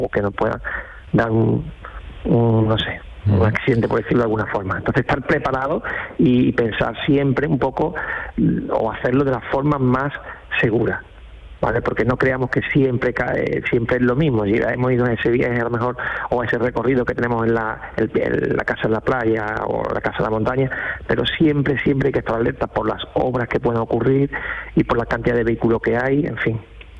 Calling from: Dos Hermanas, Andalusia, Spain; A ver, de Dos Hermanas, Sevilla.

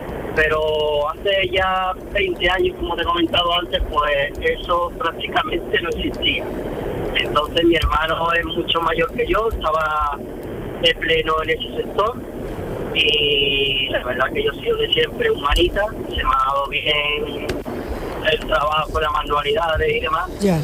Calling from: Utrera, Andalusia, Spain; tengo 47 años y soy de Utrera. De Utrera

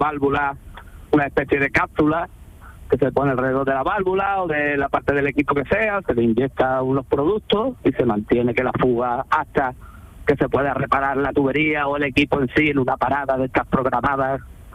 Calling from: San Roque, Andalusia, Spain; Yo estoy en San Roque ahora.

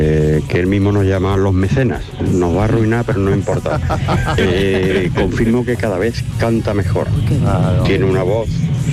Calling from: Jerez de la Frontera, Andalusia, Spain; de Jerez.

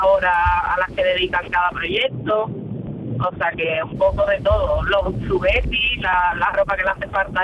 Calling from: Jerez de la Frontera, Andalusia, Spain; unos 30 y muchos. De Jerez a Puerto Real

